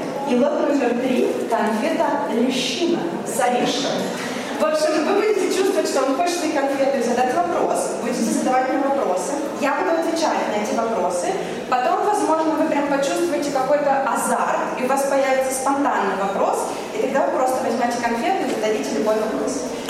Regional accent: Minsk, Belarus; moved away; Меня зовут … я из Беларуси, и конкретно я из города Минска. В Европах я живу с очень разных лет, у меня было несколько миграций

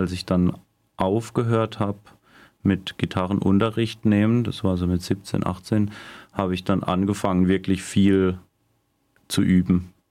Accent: Simonswald, Baden-Württemberg, Germany; Nee, ich bin in Simonswald aufgewachsen. Das ist so 30 Kilometer nordöstlich von Freiburg

